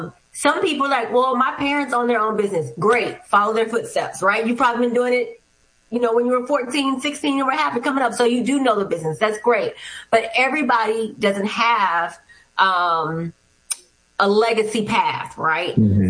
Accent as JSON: {"language": "English", "town": "Miami", "region": "Florida", "country": "United States", "tie": "born or raised there", "said": "But Miami's my hometown. And so Yeah. It's my little, like, I have a, you know, the baby with the little passy. Like, I'm connected to that space."}